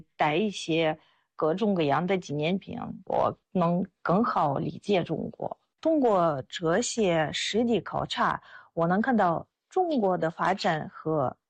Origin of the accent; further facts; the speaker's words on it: Russia; now in China; 我是俄罗斯人，我在中国生活了25年，现在在党史研究院做翻译工作。